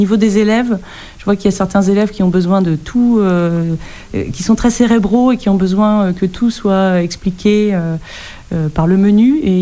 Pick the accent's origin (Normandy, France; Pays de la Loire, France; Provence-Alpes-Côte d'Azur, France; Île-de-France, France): Normandy, France; Je suis originaire de Normandie.